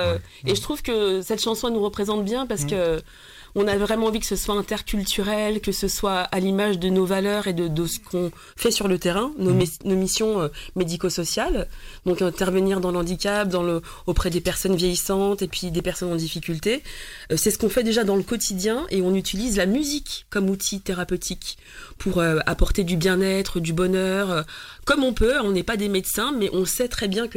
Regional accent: Île-de-France, France; C'est vrai que je viens plutôt de Seine-Saint-Denis. Voilà, j'ai vraiment grandi en Seine-Saint-Denis.

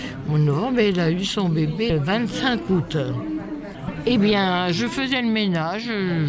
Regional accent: Lévignan, Hauts-de-France, France; born or raised there; now in Crépy-en-Valois, France

